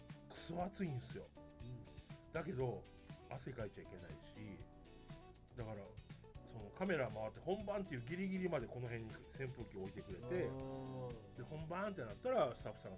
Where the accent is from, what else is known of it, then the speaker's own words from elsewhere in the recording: Kansai, Japan; accent: Kansai dialect; たまにそれこそ関西弁が出ちゃって